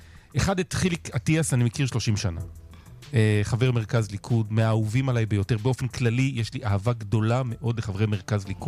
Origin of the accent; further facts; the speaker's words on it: Ramat HaSharon, Tel Aviv District, Israel; גדלתי ברמת השרון. המקום שאליו אליעד הלך ללמוד בו, זה בית הספר שגם אני למדתי בו, חטיבת הביניים נווה מגן.